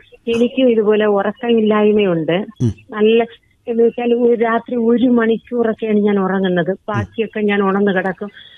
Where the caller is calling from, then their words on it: Karamana, Kerala, India; ഞാൻ കരമനയിൽ നിന്നാണ് വിളിക്കുന്നത്.